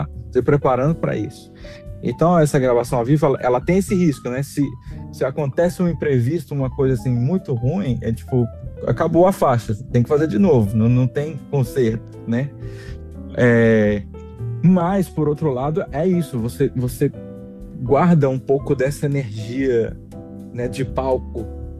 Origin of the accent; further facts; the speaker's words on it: Brasília, Federal District, Brazil; born there; essa identidade e essa referência às minhas raízes brasileiras, mas também à minha terra natal